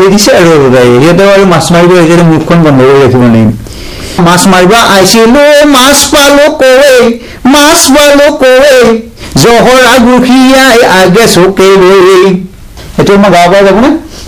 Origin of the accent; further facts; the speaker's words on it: Deoman, Assam, India; এতিয়া মই মোৰ ঘৰ য'ত সেই ঠাইখনৰ নাম হৈছে দেওমন, গতিকে এই দেওমনৰে কথা আছে অকণমান।